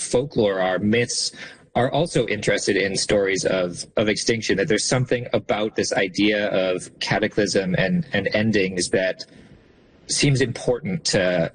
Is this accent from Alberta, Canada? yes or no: yes; Calgary, Alberta, Canada; I grew up in Calgary, and I spent a lot of time in Drumheller trying to find dinosaur fossils.